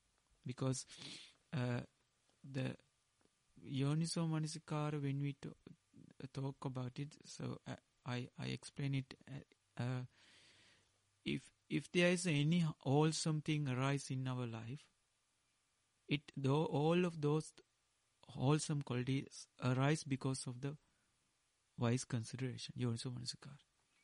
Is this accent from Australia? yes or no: no; Sri Lanka; first language Sinhala; English is a second language; Now, I learned in Dhamma in Pali, directly in Pali, or in my mother language in Sinhala.